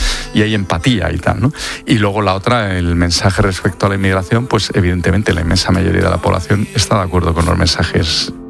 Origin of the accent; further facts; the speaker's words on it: Spain; es que como español te llena de orgullo.